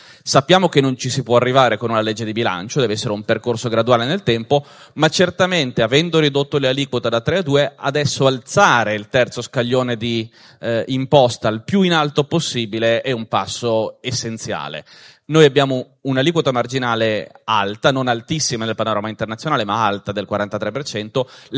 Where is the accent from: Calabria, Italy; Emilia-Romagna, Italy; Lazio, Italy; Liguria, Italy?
Liguria, Italy; Genoa; Io sono genovese, dalle mie parti si dice che la salute senza i soldi è una mezza malattia.